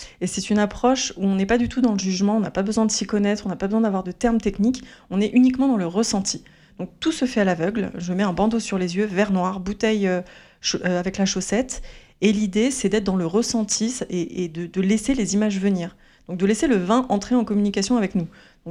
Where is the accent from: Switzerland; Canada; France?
France; Île-de-France; moi, je viens de région parisienne.